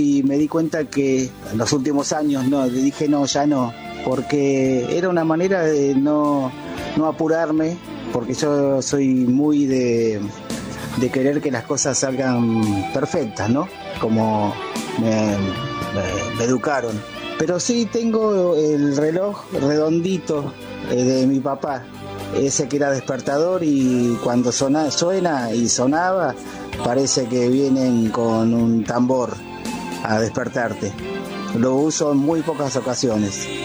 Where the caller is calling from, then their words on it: San Justo, Buenos Aires Province, Argentina; Hola, Pablo … de San Justo.